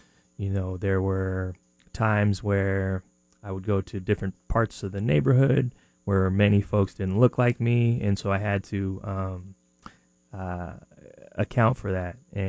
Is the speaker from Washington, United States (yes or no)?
yes; Spokane, Washington, United States; now in Seattle, United States; growing up in Spokane was definitely a learning experience.